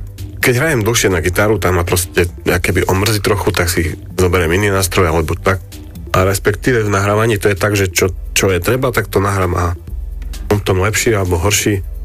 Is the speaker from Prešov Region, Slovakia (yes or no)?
yes; Jasenov, Prešov Region, Slovakia; ja nie som z Humenného, ja som z Jasenova